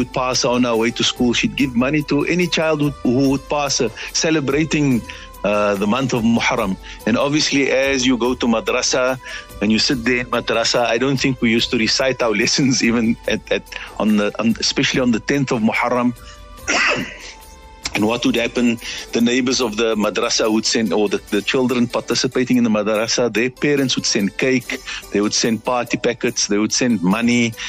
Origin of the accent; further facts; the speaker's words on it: Cape Town, Western Cape, South Africa; For me as a child, growing up in Bukap